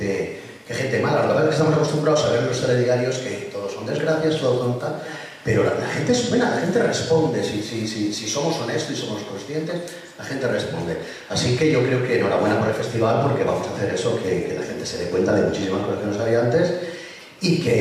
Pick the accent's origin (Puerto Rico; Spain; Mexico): Spain; Valencian Community; yo soy de Vinatusa, soy un pueblo de al lado de Valencia